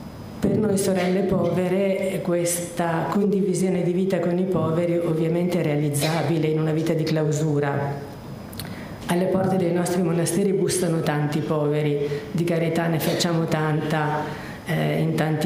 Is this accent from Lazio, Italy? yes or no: yes; Rome, Lazio, Italy; io vengo da Roma